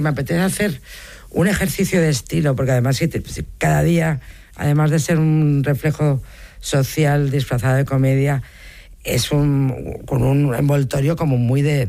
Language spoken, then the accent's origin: Spanish; Bilbao, Basque Country, Spain; yo soy de Bilbao y volver a casa